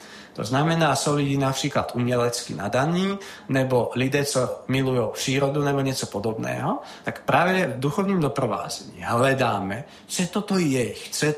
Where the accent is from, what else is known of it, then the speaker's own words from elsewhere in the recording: Trenčín, Trenčín Region, Slovakia; já jsem tedy z Trenčína původem, což je vlastně město, kde byla od v podstatě konce druhé světové války umístěna armáda.